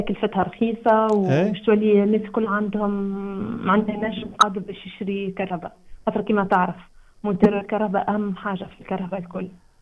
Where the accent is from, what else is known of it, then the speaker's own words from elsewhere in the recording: Tunisia; moved away as an adult; now in Saudi Arabia; أنا من تونس العاصمة، من الوسط التونسي، من جنوب تونس، أنا واحدة من تونس الكل يعني، نمثل بلاد تونسية كاملة